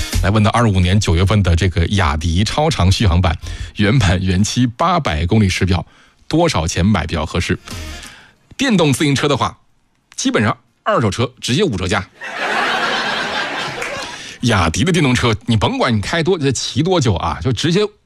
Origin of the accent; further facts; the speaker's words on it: Hubei, China; 小吉是我们湖北人吗？